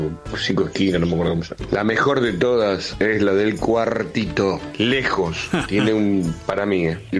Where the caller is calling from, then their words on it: Rosario, Santa Fe, Argentina; soy de Rosario y voy seguido a Buenos Aires.